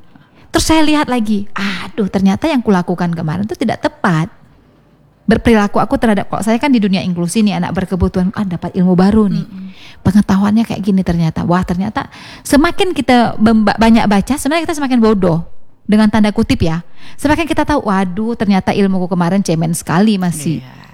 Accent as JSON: {"language": "Indonesian", "region": "North Sumatra", "country": "Indonesia", "said": "Nah, kalau melihat dari tatanan bahasa, kalau kami orang Batak ini kan kau itu biasa, ya kan?"}